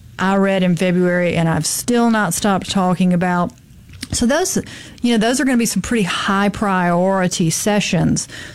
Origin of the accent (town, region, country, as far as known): Mississippi, United States